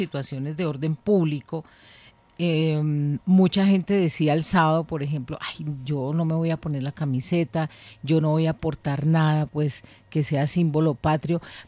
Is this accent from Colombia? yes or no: yes; Colombia; no somos 25 millones, no somos 30 millones, somos más colombianos